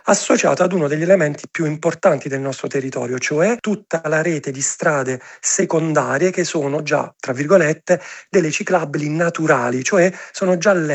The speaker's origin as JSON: {"language": "Italian", "town": "Ceglie Messapica", "region": "Apulia", "country": "Italy", "said": "Il punto di partenza è Celje Messapica, che è il nostro paese, il mio paese, diciamo, di origine, dove opero."}